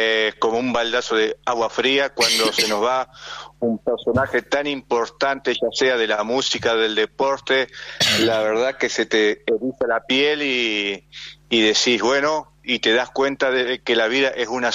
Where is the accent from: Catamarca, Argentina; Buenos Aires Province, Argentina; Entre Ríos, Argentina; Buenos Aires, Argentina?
Entre Ríos, Argentina; Gualeguaychú; luego de recorrer 17.000 kilómetros desde nuestra ciudad Gualeguaychú y 17 países.